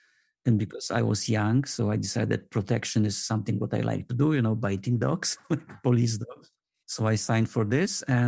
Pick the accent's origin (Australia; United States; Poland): Poland; English is a second language; Yeah. I'm originally from Poland.